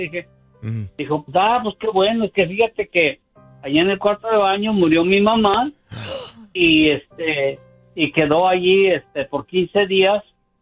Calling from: Houston, Texas, United States; en 1984 yo vivo en Houston.

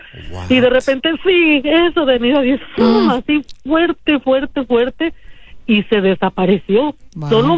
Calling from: Mexico; hace como 30 años yo soy de la Ciudad de México, del estado de Puebla.

